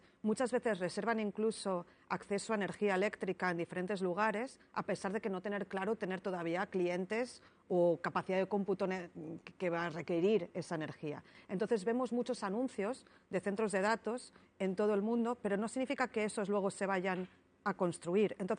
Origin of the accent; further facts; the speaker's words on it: Spain; Se echa de menos en lugares como en España, de donde yo soy